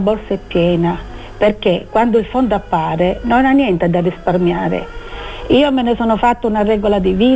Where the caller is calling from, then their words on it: Sicily, Italy; chiamo dalla provincia di Palermo.